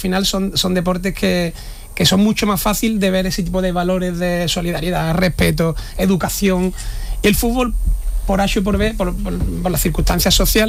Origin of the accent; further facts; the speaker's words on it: Jerez de la Frontera, Andalusia, Spain; soy un amante de Jerez, soy de aquí de Jerez, pero es que aparte me encanta Jerez